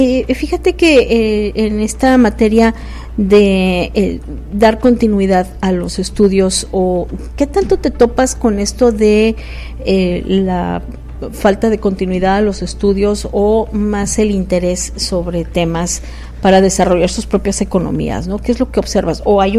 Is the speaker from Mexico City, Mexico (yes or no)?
yes; Mexico City, Mexico; now in Tijuana, Mexico; yo vengo de la Ciudad de México